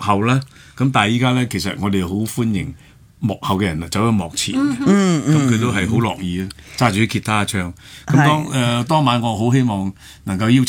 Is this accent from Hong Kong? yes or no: yes; Hong Kong